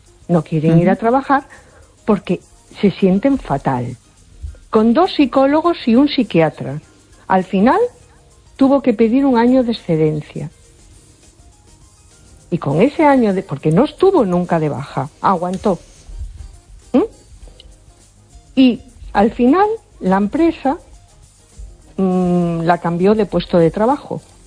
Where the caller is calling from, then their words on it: A Coruña, Galicia, Spain; de Coruña.